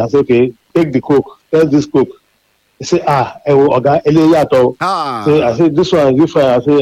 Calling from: Ibadan, Oyo, Nigeria; I'm calling from Cornerstone Estate in Ibadan.

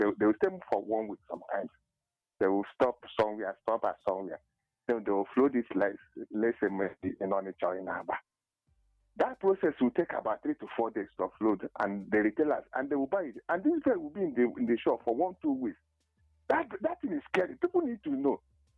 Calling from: Abia, Nigeria; I'm calling from Abia State.

